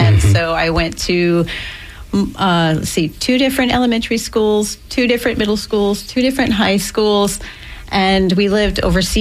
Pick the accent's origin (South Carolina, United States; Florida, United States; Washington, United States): Florida, United States; Pensacola; born there; So I was born in the Panhandle, Pensacola, Florida.